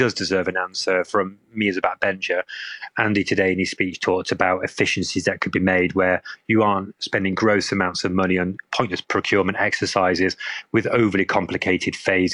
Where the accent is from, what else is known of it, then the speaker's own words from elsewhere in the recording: Salford, North West England, United Kingdom; now in Bournemouth, United Kingdom; I'm originally from Salford in Greater Manchester. I grew up under the time when Greater Manchester, and particularly Manchester City Centre, was in real economic distress coming out of the deindustrialisation period